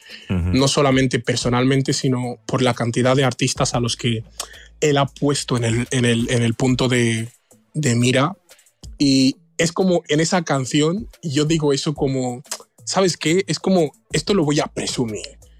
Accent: Equatorial Guinea; hay gente a la que le resulta difícil creer que yo soy ecuatoguineano.

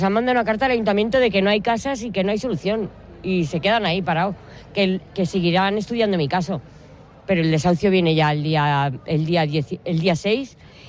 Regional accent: Elche, Valencian Community, Spain; de Elche, y yo llevo 17 años viviendo de alquiler.

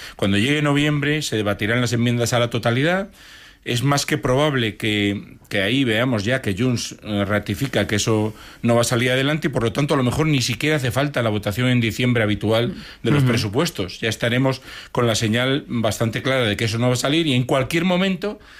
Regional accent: Galicia, Spain; Es que hay millones de españoles, y yo claro, soy gallego como tú, uh-huh.

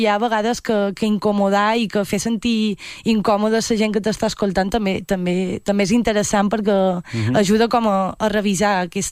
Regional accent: Marratxí, Balearic Islands, Spain; Jo soc de Marratxí, però faig molta vida a Palma.

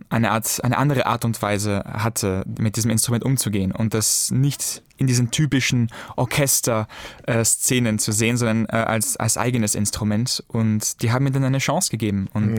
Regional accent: Vienna, Austria; Der Grund ist, ich bin in Wien geboren und in Wien aufgewachsen. Meine Familie lebt aber in Frankreich.

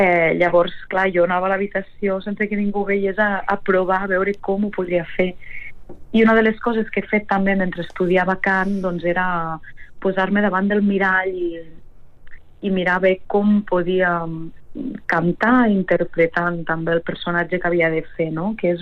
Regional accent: Darmós, Catalonia, Spain; born or raised there; moved away

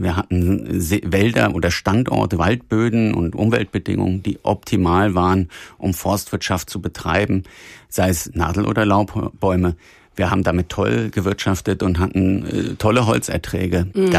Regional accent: Hesse, Germany; Also ich komme selber aus dem Taunus

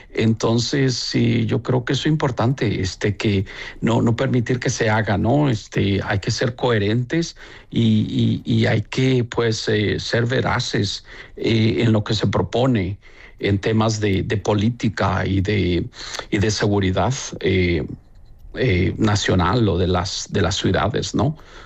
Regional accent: El Salvador; now in United States; Cuando salí de El Salvador, traía una mochila quizás con una mudada. Pero esa mochila venía llena de sueños, llena de esperanza, llena de proyectos.

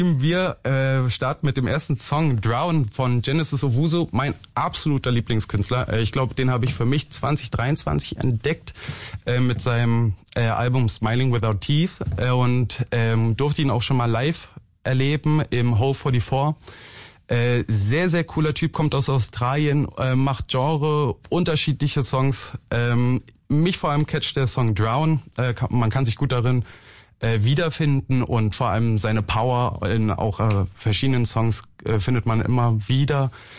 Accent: Berlin, Germany; Also ich bin auch stolz, Berliner zu sein. Ja, aber für mich ist jetzt nichts Besonderes. Also man ist hier aufgewachsen, man kennt's.

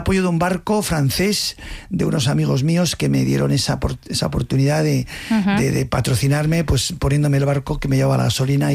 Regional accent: Pamplona, Navarre, Spain; born there; also born or lived in Madrid / Germany / Russia / United States; Bueno, yo nací en Pamplona, pero he vivido mucho en Madrid, he vivido también en el extranjero. Más de la mitad de mi vida he vivido fuera, mucho en Alemania, en Rusia, he vivido mucho en Estados Unidos.

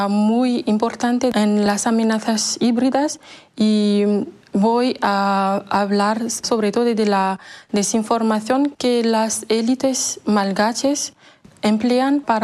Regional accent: Madagascar; somos africanas, pero en una isla, no con el continente grande

